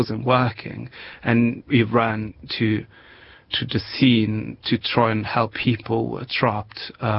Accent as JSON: {"language": "English", "town": "Genoa", "region": "Liguria", "country": "Italy", "said": "I was there because, as you said, I'm originally from Genoa, and I was visiting my family because it was a public holiday."}